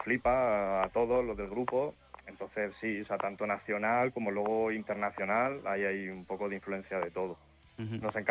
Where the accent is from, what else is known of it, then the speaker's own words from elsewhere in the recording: Andalusia, Spain; yo que soy del pueblo de al lado y veo lo que aquí pasa en mi pueblo